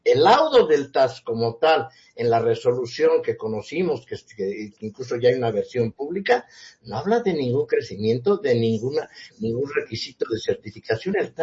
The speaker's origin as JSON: {"language": "Spanish", "town": "Atlacomulco", "region": "State of Mexico", "country": "Mexico", "said": "en mi pueblo, en Atlacomulco, tenemos como 10 veces más."}